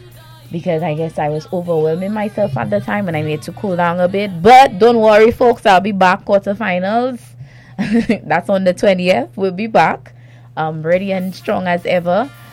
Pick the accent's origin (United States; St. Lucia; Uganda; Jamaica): St. Lucia; Castries; No, I'm very Castries.